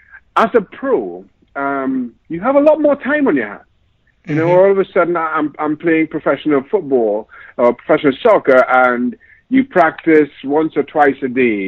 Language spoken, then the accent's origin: English; Trinidad & Tobago; moved away as an adult; now in United States; We're an ethnic majority growing up in Trinidad and Tobago, as I did